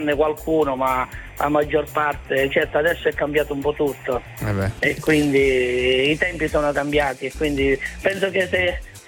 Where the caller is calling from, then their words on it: Rossano, Calabria, Italy; Io sono di Rossano Calabro, provincia di Cosenza. Mm-hmm. Però mi sono sposato in Sicilia, a Scicli.